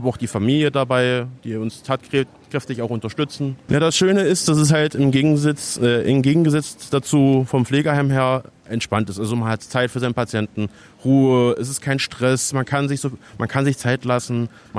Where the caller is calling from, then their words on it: Bitterfeld, Saxony-Anhalt, Germany; Ich komme aus Bitterfeld.